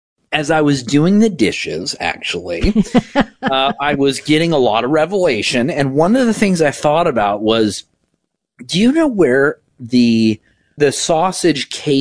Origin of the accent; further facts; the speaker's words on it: California, United States; moved away; I come from California, it's surfer talk.